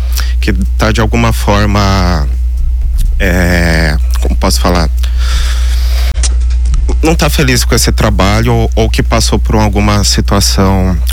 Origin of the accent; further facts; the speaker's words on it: Caraguatatuba, São Paulo, Brazil; moved away as an adult; also born or lived in São José dos Campos; E eu cresci em Caraguatatuba e meu desejo era voltar para Caraguatatuba.